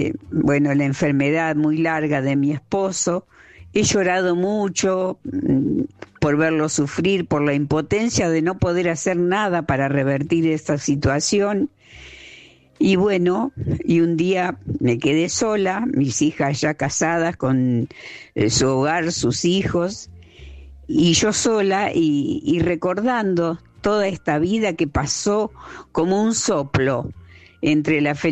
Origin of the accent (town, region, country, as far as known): Rosario, Santa Fe, Argentina